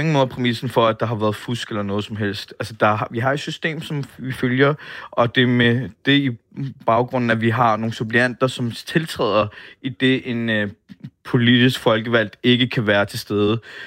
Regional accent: Copenhagen, Capital Region of Denmark, Denmark; Opvokset på Nørrebro, været her i mange år.

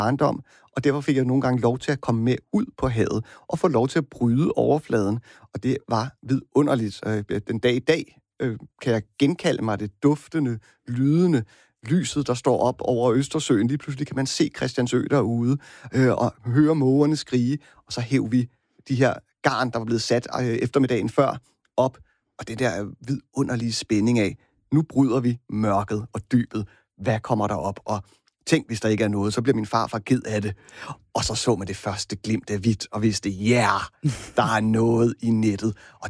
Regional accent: Bornholm, Capital Region of Denmark, Denmark; Jeg er uddannet biolog, jo, men før det er jeg jo bornholmer. Og jeg er født et stenkast fra havet.

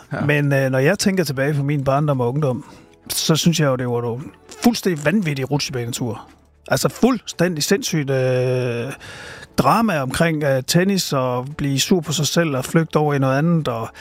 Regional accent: Silkeborg, Central Denmark Region, Denmark; also born or lived in Aarhus; Jeg er født i Aarhus, og så flyttede mine forældre til Silkeborg, da jeg var et.

